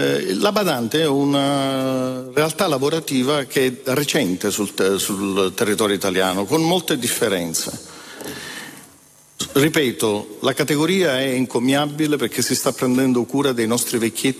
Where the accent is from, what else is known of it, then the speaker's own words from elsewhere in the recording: Udine, Friuli-Venezia Giulia, Italy; Io vengo da Udine, una città tutto sommato piccolina con dei mezzi pubblici